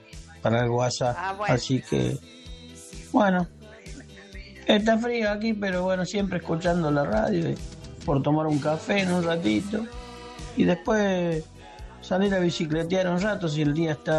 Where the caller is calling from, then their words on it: Villa María, Córdoba, Argentina; de Villa María.